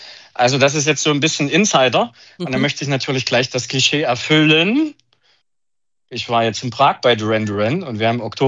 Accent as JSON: {"language": "German", "region": "Saxony", "country": "Germany", "said": "Nee, kann ich nicht als Sachse, das geht nicht."}